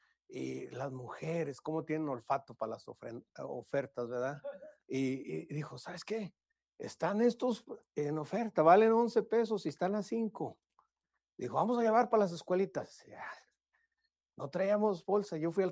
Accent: Monterrey, Nuevo León, Mexico; Somos regios

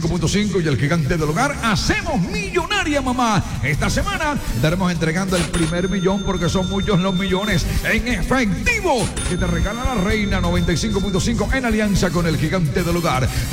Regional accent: Cartagena, Bolívar, Colombia; el locutor feliz, la felicidad de Cartagena, la alegría de la emisora que más se oye, mi tierra linda

